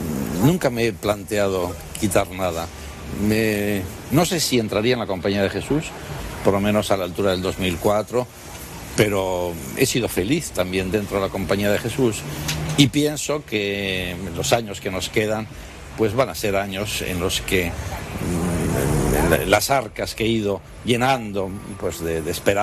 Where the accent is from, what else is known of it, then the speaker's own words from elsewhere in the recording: Bilbao, Basque Country, Spain; moved away as an adult; also born or lived in Madrid; opté por ir al País Vasco, de donde soy, nací en Bilbao, como he dicho, en el año 75, 76